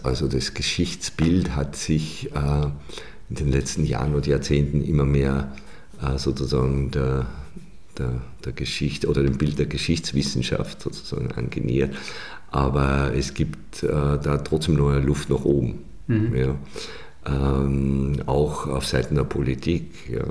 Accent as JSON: {"language": "German", "region": "Upper Austria", "country": "Austria", "tie": "born or raised there", "said": "wir sind in Oberösterreich aufgewachsen, wir wissen, wie es da immer zugeht"}